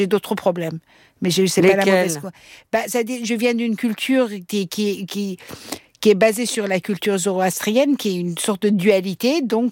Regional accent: Austria; first language Persian; French is a second language; Je dis, moi, je parlais le persan, mes parents, ils m'ont mis dans une école francophone, après j'ai grandi en Autriche

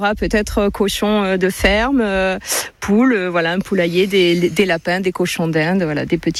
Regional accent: Saint-André-de-Cubzac, Nouvelle-Aquitaine, France; Moi je suis plutôt du Blayais, Saint-André-de-Cubzac, voilà.

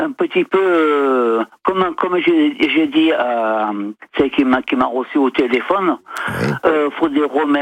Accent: Marseille, Provence-Alpes-Côte d'Azur, France; Non, je suis marseillais de souche.

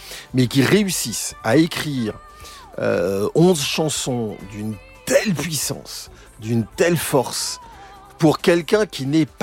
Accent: Paris, Île-de-France, France; Je dis pas ça parce que je suis parisien.

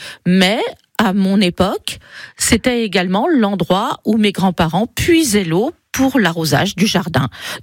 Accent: La Roche-en-Brenil, Bourgogne-Franche-Comté, France; chez moi, à La Roche-en-Brenil

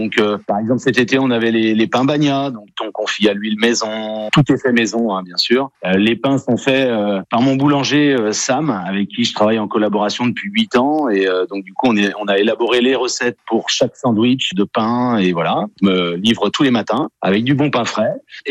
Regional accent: Rennes, Brittany, France; je suis rentré à Rennes, je suis originaire de Rennes

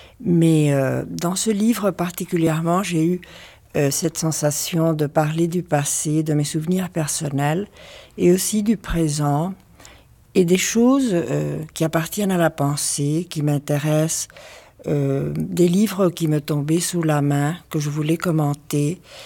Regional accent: Argentina; now in France; lorsque je suis arrivée d'Argentine, je considère que j'appartiens au Rio de la Plata, qui est ce fleuve qui sépare l'Uruguay de l'Argentine. D'un côté, c'est le pays de ma mère, de l'autre côté, c'est le pays de mon père et de beaucoup d'émigrants. Les parents de mon père étaient des émigrants

